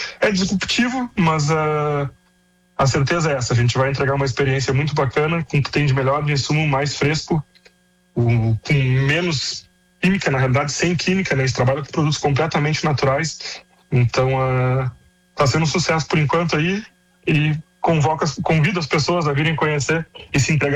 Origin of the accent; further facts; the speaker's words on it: Rio Grande, Rio Grande do Sul, Brazil; moved away; eu sou de Rio Grande aí com muito orgulho.